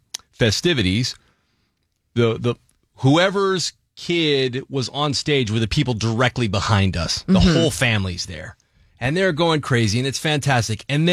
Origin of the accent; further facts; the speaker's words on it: Salinas, California, United States; moved away; I drove down to Salinas, my hometown